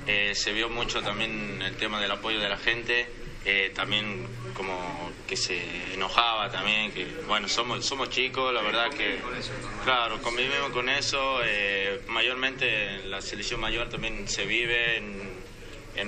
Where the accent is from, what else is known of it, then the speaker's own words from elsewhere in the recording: Tucumán, Argentina; como todo tucumano, como todo niño